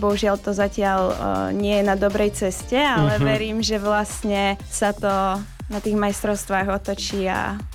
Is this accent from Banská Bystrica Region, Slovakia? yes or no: yes; Banská Bystrica Region, Slovakia; ja som z Horehronia, konkrétne z Odhranca.